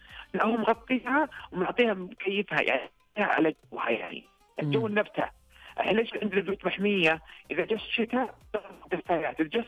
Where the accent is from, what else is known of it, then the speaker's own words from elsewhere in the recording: Riyadh, Riyadh Province, Saudi Arabia; عندنا في الرياض